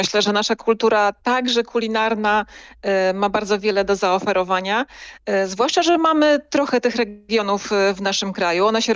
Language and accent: Polish; Świętokrzyskie Voivodeship, Poland; Ja jestem ze Świętokrzyskiego i jestem zdecydowanie lokalną patriotką